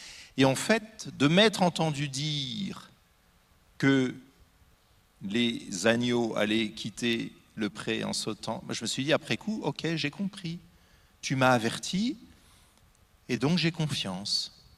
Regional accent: Normandy, France; Je suis normand, hein. Un pommier, je le connais.

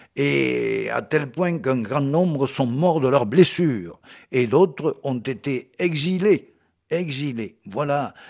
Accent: Brittany, France; chez nous en Bretagne, en Armorique

